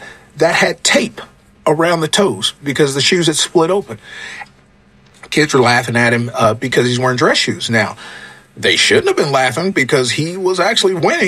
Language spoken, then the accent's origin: English; Oklahoma City, Oklahoma, United States; I'm from Oklahoma City, Oklahoma.